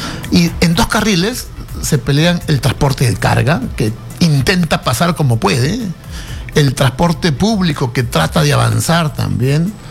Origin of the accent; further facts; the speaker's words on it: Lima, Peru; todos los limeños, que somos los limeños invisibles